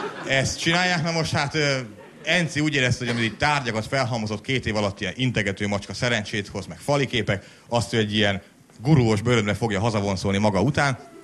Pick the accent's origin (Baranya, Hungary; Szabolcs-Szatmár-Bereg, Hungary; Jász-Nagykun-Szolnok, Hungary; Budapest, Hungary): Szabolcs-Szatmár-Bereg, Hungary; Mátészalka; hát én meg egy kisvárosból származom, hát Máté Szalkán már olyan zavaróan nagy a pörgés